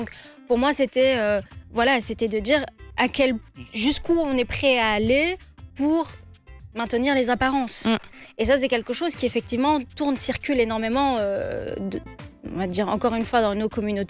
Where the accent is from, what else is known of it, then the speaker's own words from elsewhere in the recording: Belgium; Alors que non, en fait, on est belge. On a des nationalités, il y en a qui ont grandi en Belgique, qui sont nés en Belgique